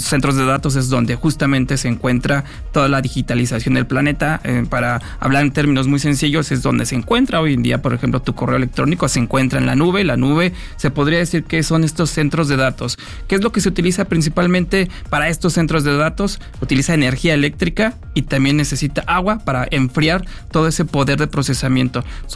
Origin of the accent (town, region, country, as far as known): Mexico